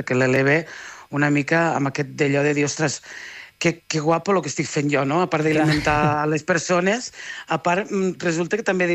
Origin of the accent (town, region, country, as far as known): Catalonia, Spain; born or raised there